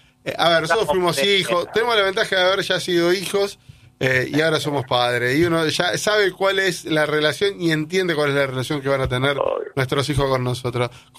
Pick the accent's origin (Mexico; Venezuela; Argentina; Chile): Argentina; Greater Buenos Aires; Somos el AMBA nosotros.